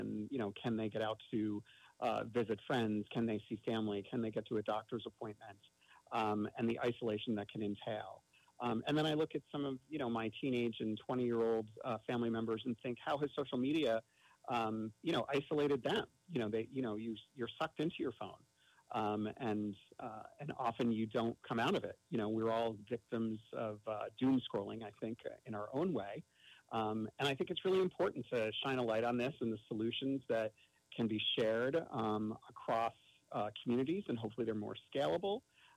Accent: New York, United States; You know, I'm born and bred in New York, so I really take that to heart.

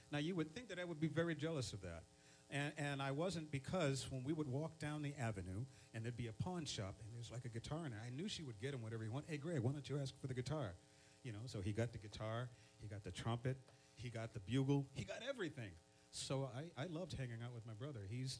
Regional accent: Philadelphia, Pennsylvania, United States; moved away as an adult; now in Geneseo, United States; I'm actually from Philadelphia.

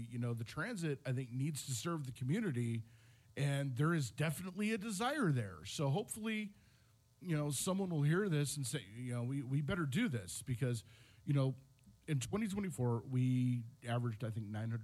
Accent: California, United States; moved away as an adult; also born or lived in Atlanta, Georgia / Boise, Idaho; now in Chautauqua County, New York, United States; growing up in California and living in Atlanta and then Boise, Idaho

